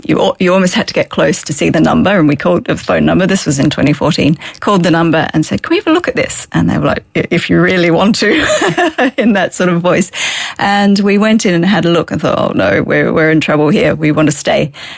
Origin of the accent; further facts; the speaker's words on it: Tasmania, Australia; now in Kerry, Ireland; I'm from Tasmania.